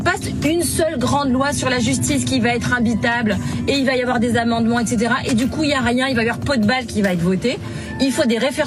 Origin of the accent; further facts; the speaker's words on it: France; Moi, je suis française. Je suis très fière d'être française.